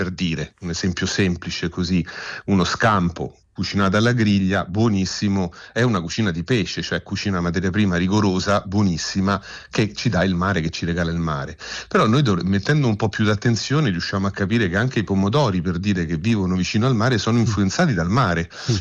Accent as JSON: {"language": "Italian", "town": "Fiumicino", "region": "Lazio", "country": "Italy", "said": "Io sono di Fiumicino, poi sono andato via, poi sono ritornato a Fiumicino"}